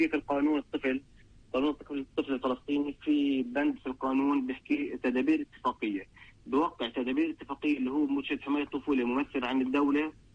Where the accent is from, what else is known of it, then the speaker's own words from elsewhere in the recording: Palestine; واحنا مجتمع فلسطيني بالذات مجتمع معطاء، مجتمع بناء، دائما احنا بنبني بنطور اي مكان احنا بنكون فيه كمجتمع فلسطيني